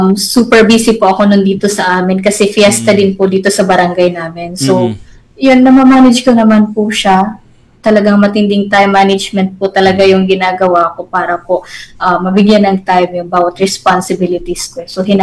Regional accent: Ligao, Bicol Region, Philippines; sa Ligao, dito sa amin sa Ligao City.

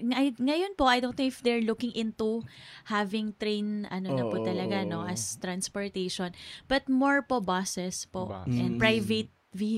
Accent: Bahrain; So I grew up in Bahrain, so since beginning 1995, so 5 years old pa lang po ako. So mula kinder, elementary hanggang high school doon po talaga ako nag-aral.

